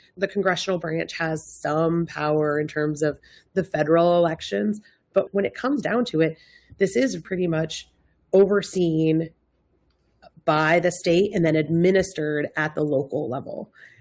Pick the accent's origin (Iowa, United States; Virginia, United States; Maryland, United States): Iowa, United States; Well, I'm from Iowa, and there is a town called Nevada.